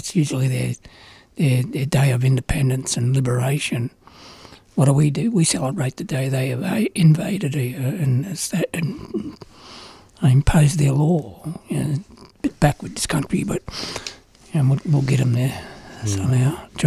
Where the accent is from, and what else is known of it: Australia